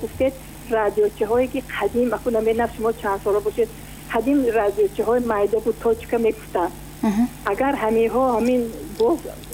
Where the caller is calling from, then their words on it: Dushanbe, Tajikistan; ман аз шаҳри душанбе як нафақахӯр